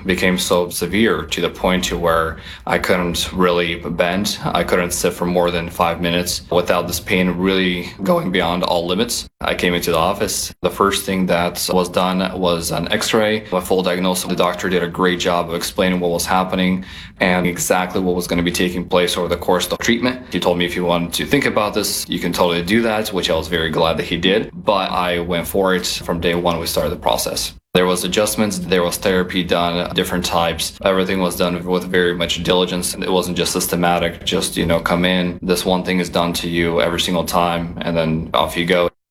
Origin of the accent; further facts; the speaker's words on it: Vancouver, Washington, United States; I'm from Vancouver, Washington.